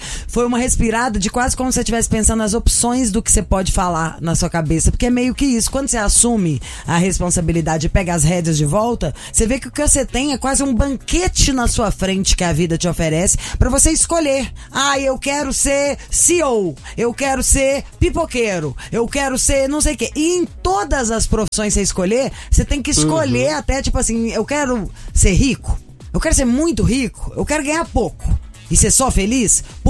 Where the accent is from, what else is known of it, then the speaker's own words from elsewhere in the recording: Belo Horizonte, Minas Gerais, Brazil; Você imagina, eu sou de Belo Horizonte, família inteira mora lá.